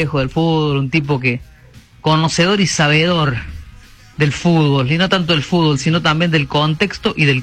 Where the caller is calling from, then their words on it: Córdoba, Argentina; de Barrio Pueyrredón